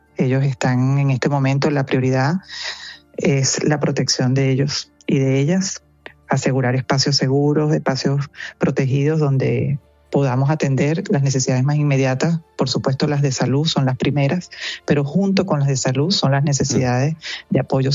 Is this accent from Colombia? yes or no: no; Venezuela; en nombre de Venezuela, como venezolana